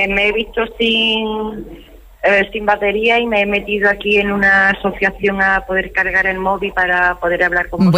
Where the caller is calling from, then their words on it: Huelva, Andalusia, Spain; Soy de Huelva capital.